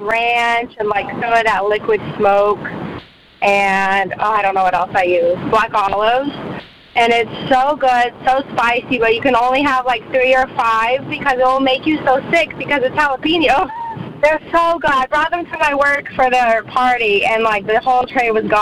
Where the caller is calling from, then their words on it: Texas, United States; I'm from Texas